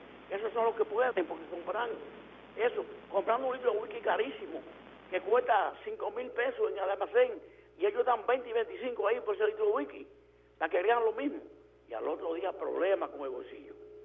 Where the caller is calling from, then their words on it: Dominican Republic